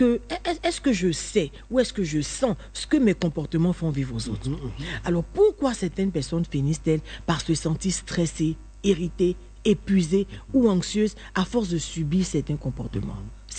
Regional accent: Côte d’Ivoire; Je suis en Côte d'Ivoire. Mm-hmm. Je suis baoulée

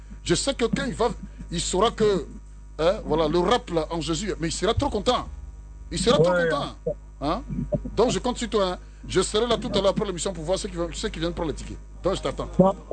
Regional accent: Abidjan, Côte d’Ivoire; Mais moi aussi, je suis un enfant de Tercheville.

